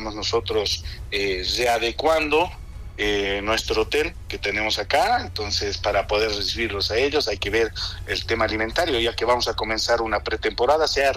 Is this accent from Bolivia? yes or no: yes; Bolivia; De ellos nos toca pedir disculpas, Yasmani, como bolivianos.